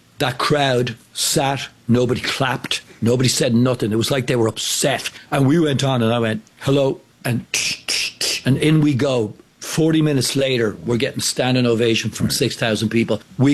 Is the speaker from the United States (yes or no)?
no; Ireland; moved away; I grew up in Ireland.